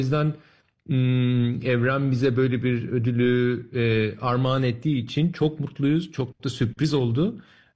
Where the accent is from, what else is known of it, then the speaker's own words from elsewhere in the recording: Berlin, Germany; Ailemle beraber Berlin'de işte doğup büyüdüğüm şehirde